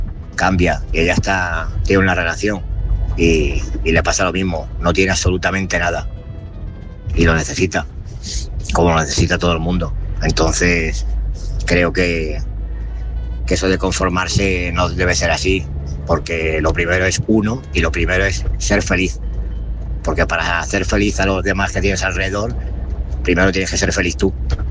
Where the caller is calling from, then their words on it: Málaga, Andalusia, Spain; de Málaga.